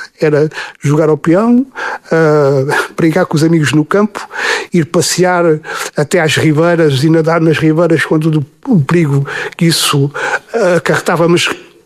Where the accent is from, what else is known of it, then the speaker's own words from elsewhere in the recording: Arronches, Portalegre, Portugal; A minha infância foi toda feita em Arronches, porque o meu pai era guarda fiscal. Quando eu nasci, ele já vem para Arronches e a minha infância é passada com...